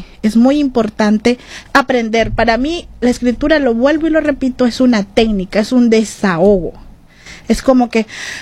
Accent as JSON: {"language": "Spanish", "region": "Estelí", "country": "Nicaragua", "said": "Y somos de Estelí, Nicaragua, del norte."}